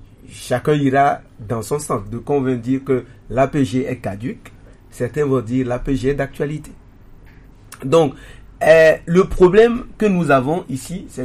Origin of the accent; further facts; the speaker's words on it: Togo; Si on me demande tu viens d'où, je dis je suis Togolais